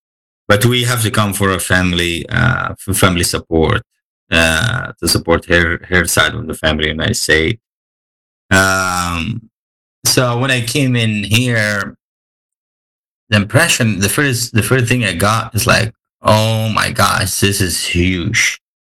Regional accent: Egypt; English is a second language; moved away as an adult; now in Kansas City, United States; So I grew up in Egypt. I'm Egyptian, Coptic Egyptian. This is a type of Christianity, Orthodox church. So I grew up in Coptic church.

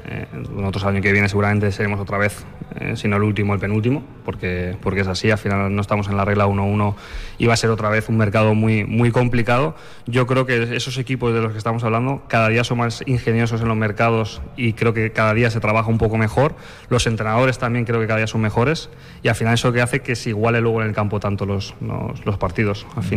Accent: Valencia, Valencian Community, Spain; yo soy de aquí, de Valencia, del barrio

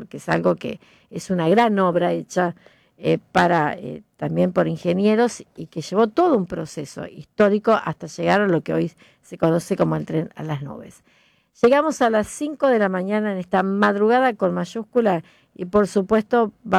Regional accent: Argentina; como somos residentes de Argentina

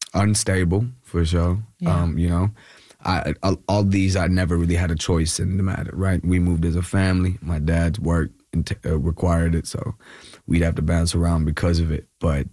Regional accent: Kerala, India; now in Bangalore, India; so I'm from Kerala, but I actually moved to Bangalore.

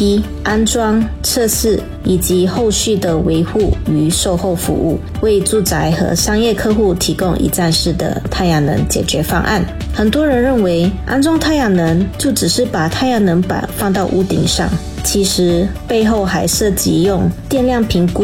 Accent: Raub, Pahang, Malaysia; 第一间店开在我的家乡拉瓦斯，也就是老越，那是一个不算大的城镇。

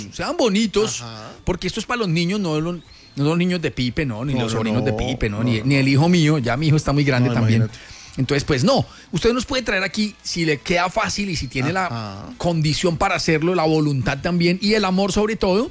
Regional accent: Tolima, Colombia; en mi departamento, el Tolima, de donde yo soy

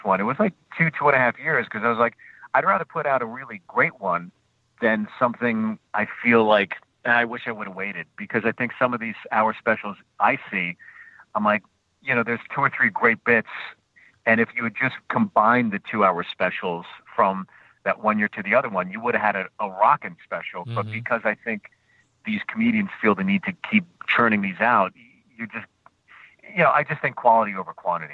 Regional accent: Pittsburgh, Pennsylvania, United States; So Bucktown and all, I grew up in Pittsburgh. So there's this street called Carson Street that just has rows and rows.

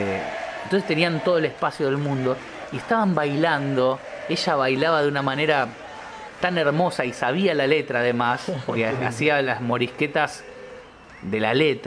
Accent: Argentina; es parte de nuestra esencia como argentinos

